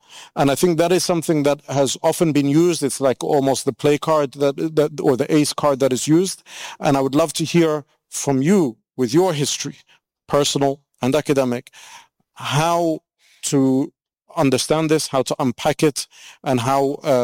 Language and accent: English; United Kingdom; And when I applied as a British national, you apply for the ETA, the visa waiver program, and I had one that was running because I've been to Canada a few times.